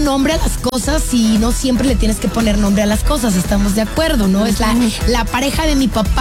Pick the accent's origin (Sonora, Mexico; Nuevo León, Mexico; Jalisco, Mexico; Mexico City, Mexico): Jalisco, Mexico; Guadalajara; now in United States; nosotras somos esas tapatías que nos importan desde Guadalajara, Jalisco, México.